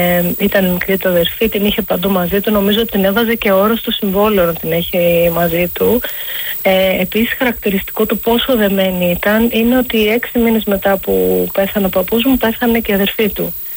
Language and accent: Greek; Athens, Attica, Greece; η οικογένειά μου ήταν αστική, είμαστε Αθηναίοι, ενώ υπάρχουν, έτσι, έχουν γεννηθεί στην Κωνσταντινούπολη, στη Σμύρνη, έχουμε από Οδυσσό, από Ρέθυμνο, αλλά οικογένεια, μεγαλώσαμε στην Αθήνα όλοι.